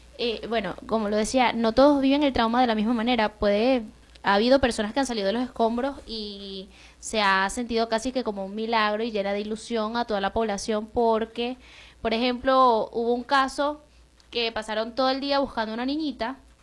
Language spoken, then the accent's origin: Spanish; Venezuela; sobre todo como venezolanos, que a la mayoría nos duele lo que está ocurriendo allá al norte del país.